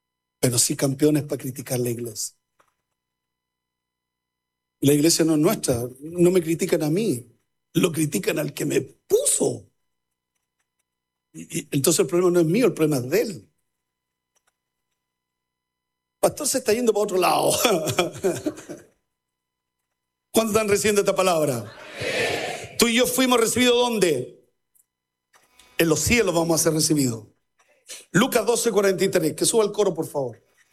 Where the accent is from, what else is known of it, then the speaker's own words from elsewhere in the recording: Chile; Así somos los chilenos.